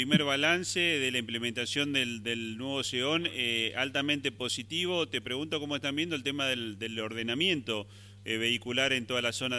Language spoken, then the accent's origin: Spanish; Santa Fe, Argentina; así como los santafesinos el año pasado elegimos a los convencionales constituyentes